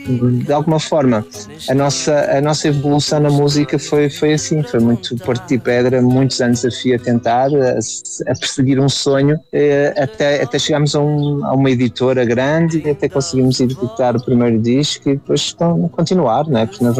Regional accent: Póvoa de Varzim, Porto, Portugal; Nessa altura eu nasci no Porto, mas fui morar para a Póvoa de Varzim aos 12 e foi aí que comecei a tocar.

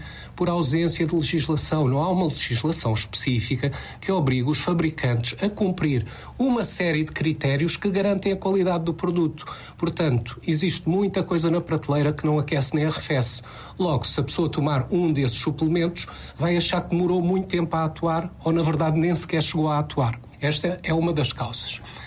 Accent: Alentejo, Portugal; Eu, por exemplo, sou alentejano

